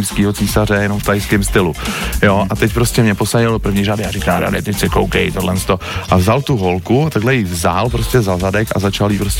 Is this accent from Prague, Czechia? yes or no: yes; Prague, Czechia; hodně se věnuju Česku, Praze, protože jsem z Prahy